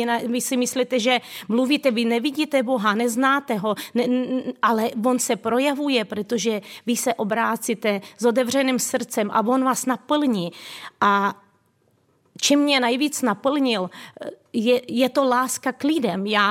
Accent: Ukraine; now in Czech Republic; jsem původem z Ukrajiny

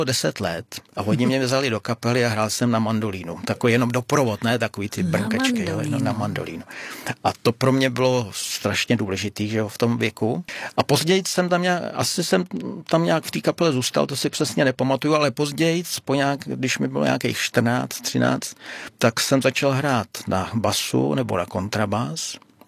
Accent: Trhový Štěpánov, Central Bohemian Region, Czechia; Pocházím z Trhovýho Štěpánova, tam je církev bratrská, nebo byla v té době.

